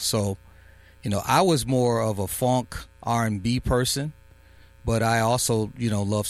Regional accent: Minneapolis, Minnesota, United States; Because we grew up in Minneapolis, and we probably did have some overlapping musical taste

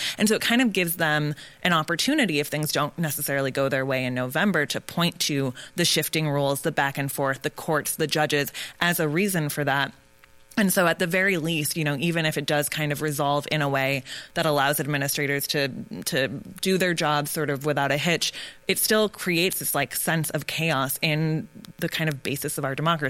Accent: Massachusetts, United States; I'm from Massachusetts, and so I grew up learning about sort of the Willie Horton case

